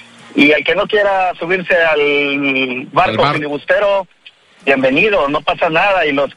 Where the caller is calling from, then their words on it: Veracruz, Mexico; yo lo digo como tiburón, como mexicano, como veracruzano, como persona que tuvo educación en casa